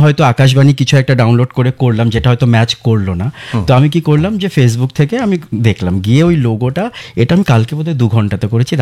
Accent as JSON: {"language": "Bangla", "region": "West Bengal", "country": "India", "moved": "yes", "lives_now": "Kolkata, India", "said": "আমি কলকাতা, আমি ফ্রম আমি বেসিক্যালি আমি উত্তরবঙ্গের, কলকাতায় আমি একা থাকি।"}